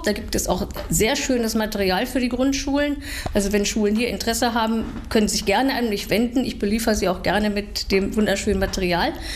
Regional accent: Hildesheim, Lower Saxony, Germany; Ja, also ich komme hier aus dem Bereich Hildesheim gebürtig und hier hat man kein Plattdeutsch mehr gesprochen. Zu meiner Kindheit war das geradezu verpönt.

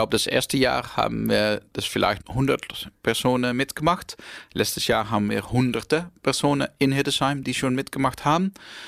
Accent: Netherlands; German is a second language; ich komme, wie Sie hören, komme ich aus Holland.

